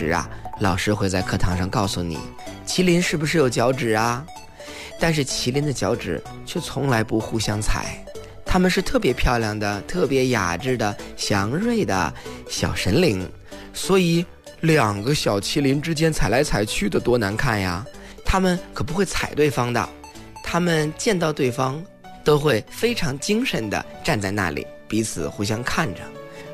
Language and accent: Chinese; China